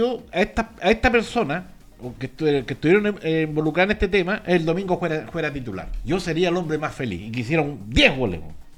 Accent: Chile; como buen chileno, lleguemos a última hora ahí con las reservas.

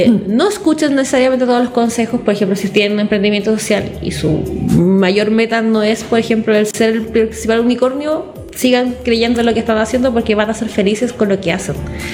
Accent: Concepción, Biobío, Chile

